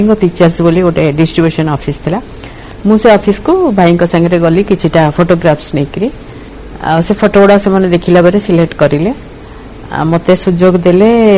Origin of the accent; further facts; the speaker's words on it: Choudwar, Odisha, India; born there; ଆଉ ଯେହେତୁ ମୋର ଜନ୍ମସ୍ଥାନ ଓଡ଼ିଶା ମାନେ ଚୌଦ୍ୱାର